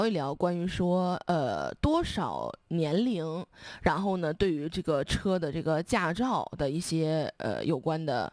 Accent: China; 我们中国人一生最怕的好像就是考试了

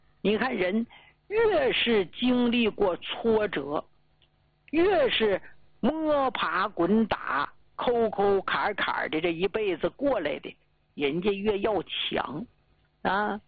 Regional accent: Northeast China, China; accent: Northeastern dialect; 用咱们东北话说

